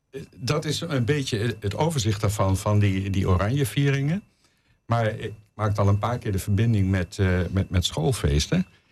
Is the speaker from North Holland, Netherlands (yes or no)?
no; Gelderland, Netherlands; born there; in mijn geboortestreek, in de Achterhoek, heel veel school- en volksfeesten.